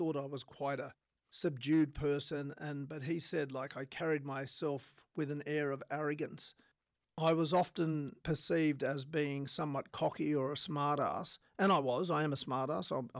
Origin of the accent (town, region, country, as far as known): Wilcannia, New South Wales, Australia; born or raised there